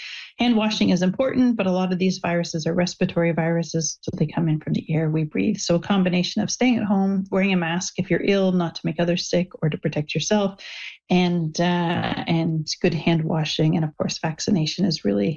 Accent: Hamilton, Ontario, Canada; Hey, when I grew up right near Mohawk College. It's a great place.

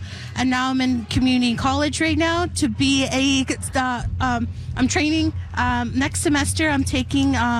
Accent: Pukatawagan, Manitoba, Canada; I'm from Pukutawagan.

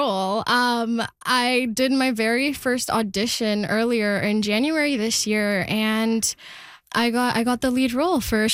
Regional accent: India; first language Telugu; English is a second language; So in Telugu media, which is, again, my native language, in Telugu media, they still put on plays.

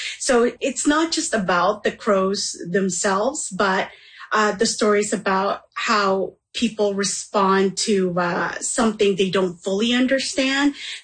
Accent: Manitoba, Canada; born there; moved away as an adult; now in Vancouver, Canada

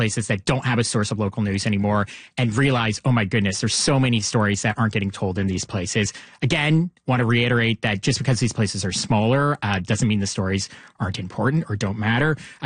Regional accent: Elora, Ontario, Canada; I grew up in a small town myself, so I'm from Elora

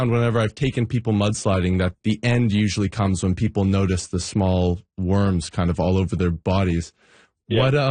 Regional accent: Nova Scotia, Canada; You know, I grew up in the Annapolis Valley

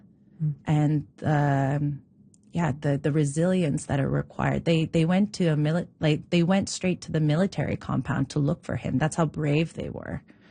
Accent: Nova Scotia, Canada; Growing up in Nova Scotia, in Dartmo

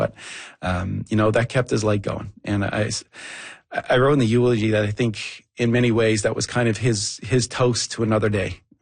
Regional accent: Fox Cove, Newfoundland and Labrador, Canada; I'm from the Buren Peninsula as well.

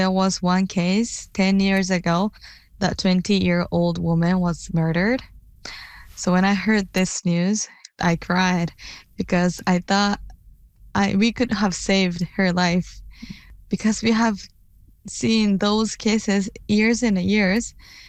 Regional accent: Chatan, Okinawa, Japan; So my time from a little town called Chatan, where the more than half of the land is US bases.

